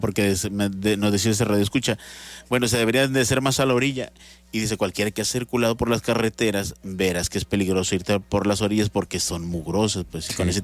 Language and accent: Spanish; Mazatlán, Sinaloa, Mexico; now in Tijuana, Mexico; para no poner a mi pueblo como ejemplo, Mazatlán